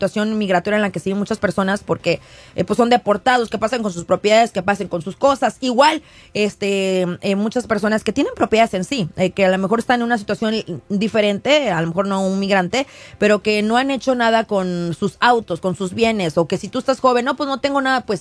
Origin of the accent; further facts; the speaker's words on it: Mexico; No, así somos los mexicanos.